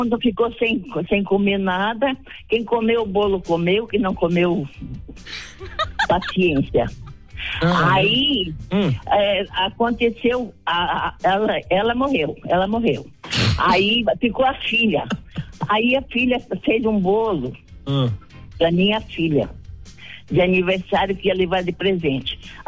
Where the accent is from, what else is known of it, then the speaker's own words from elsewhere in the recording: Curitiba, Paraná, Brazil; now in São Paulo, Brazil; eu sou de Curitiba. Eu que moro aqui em São Paulo agora, mas eu era de Curitiba.